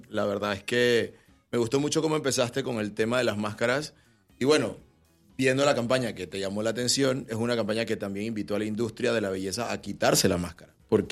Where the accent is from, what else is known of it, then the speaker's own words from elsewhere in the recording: Panama City, Panamá, Panama; yo soy panameño, mi mamá es brasileña, igual creció también en Panamá. O sea, se vino desde muy niña a Panamá. Mi papá es de La Chorrera. Y bueno, crecí en Villa de las Fuentes y La Alameda, por allá okay. Por El Dorado.